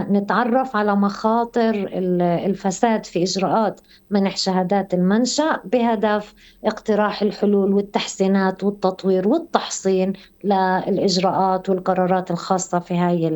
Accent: Palestine; كفلسطينيين

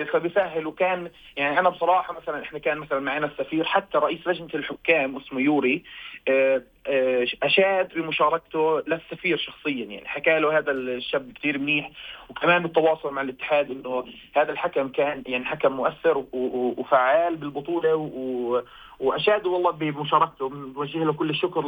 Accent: Hebron, West Bank, Palestine; من شركة عندنا بالخليل.

